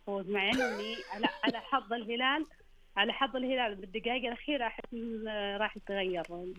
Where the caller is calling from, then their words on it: Riyadh, Riyadh Province, Saudi Arabia; من الرياض.